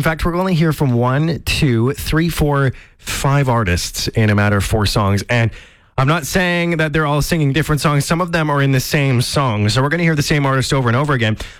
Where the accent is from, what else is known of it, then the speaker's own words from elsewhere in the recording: Canada; even though we're Canadian, a lot of people are paying attention down to the U.S. election.